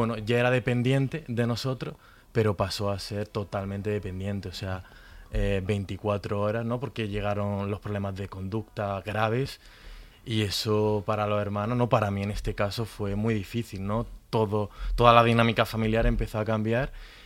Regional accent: Granada, Andalusia, Spain; Yo soy de Granada, ¿no? O sea

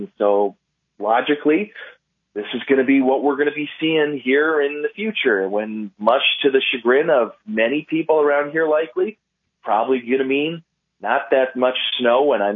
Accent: Minnesota, United States; I grew up in Minnesota, and I can't remember a stretch of winters where we've seen as dry or as warm

